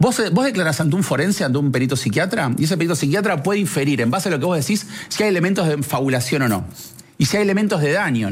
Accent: Argentina

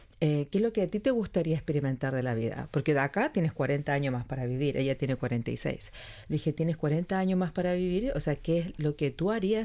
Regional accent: Chile; now in Australia; Yo soy chilena, por tanto ya tenía que empezar a hablar un español más neutro.

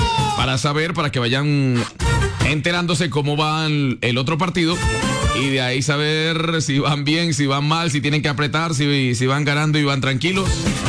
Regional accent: Llanos, Colombia; Llanero, sí, soy llanero.

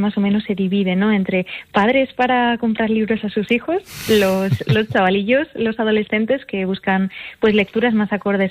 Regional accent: León, Castile and León, Spain; now in Gran Canaria, Spain; Sí, aunque yo soy de León, con un poco de alma asturiana, pues siempre he veraneado por Gijón.

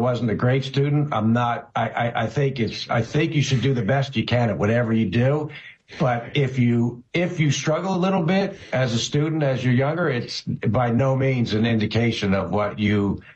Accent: Philadelphia, Pennsylvania, United States; Yeah, row house in Philadelphia, the Mayfair section.

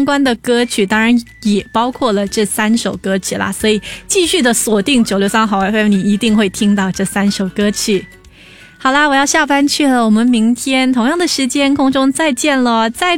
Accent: Singapore

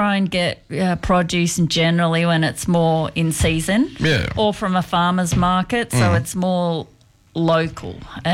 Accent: Goulburn, New South Wales, Australia; now in Canberra, Australia; I come from Goulburn

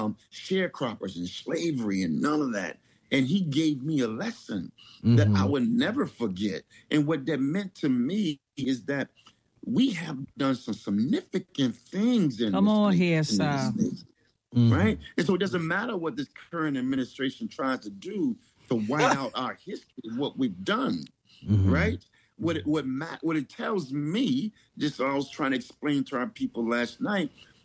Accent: Philadelphia, Pennsylvania, United States; right here in my hometown, because you know this is where I began in Philadelphia.

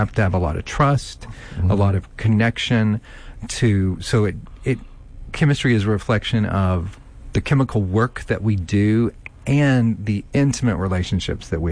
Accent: Sibley, Louisiana, United States; moved away as an adult; also born or lived in Ruston, Louisiana / Minden, Louisiana; now in Shreveport, United States; I am from Sibley, Louisiana.

